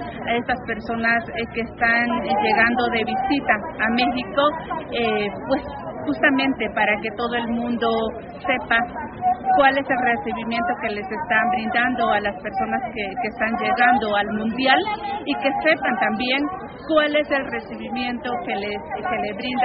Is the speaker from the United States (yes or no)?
no; Honduras; Él es hondureño, igual que yo, y hace más de 16 años que mi hijo fue desaparecido en este estado